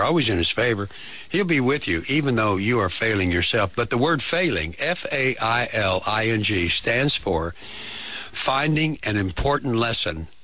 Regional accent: Oklahoma, United States; also born or lived in Texas; I was born in Texas. I grew up in Oklahoma, but I'm from heaven.

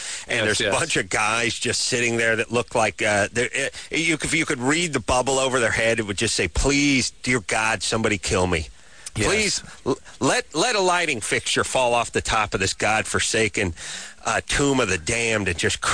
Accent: North Hollywood, California, United States; My hometown, NoHo.

